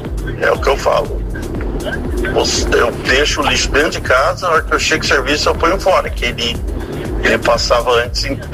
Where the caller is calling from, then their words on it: São José dos Campos, São Paulo, Brazil; aqui do Vista Verde.